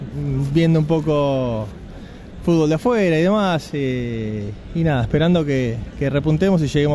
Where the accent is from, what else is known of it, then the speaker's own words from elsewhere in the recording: Villa de Mayo, Buenos Aires Province, Argentina; Hola, yo seguido de Villa de Mayo.